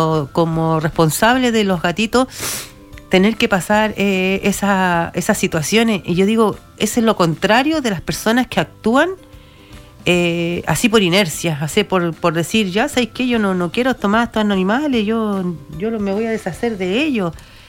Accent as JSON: {"language": "Spanish", "country": "Chile", "said": "somos chilenos"}